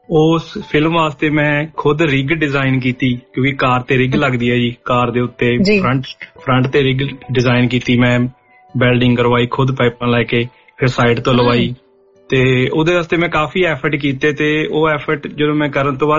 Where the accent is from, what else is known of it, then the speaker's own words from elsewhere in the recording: Poola, Punjab, India; also born or lived in Cairns; now in Melbourne, Australia; ਮੈਂ ਐਕਚੁਅਲੀ ਪੰਜਾਬ ਤੋਂ ਬਠਿੰਡਾ ਜ਼ਿਲ੍ਹੇ ਤੋਂ ਹਾਂ ਜੀ। ਮੇਰਾ ਪਿੰਡ ਪੂਲਾ ਬਠਿੰਡੇ ਦੇ ਬਿਲਕੁਲ ਨਜ਼ਦੀਕ